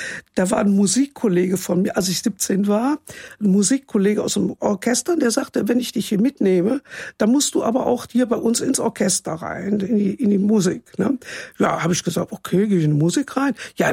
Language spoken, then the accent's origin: German; North Rhine-Westphalia, Germany; accent: Rhenish, Eifel; ich bin eigentlich nur in der Eifel geboren, dann aber an den Niederrhein gekommen. Ich habe aber durch meine Eltern noch den rheinischen Tonfall, den Eifler Tonfall.